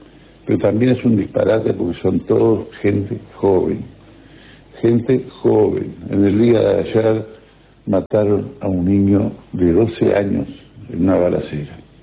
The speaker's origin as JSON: {"language": "Spanish", "country": "Uruguay", "said": "son gente que, como nosotros, somos uruguayos."}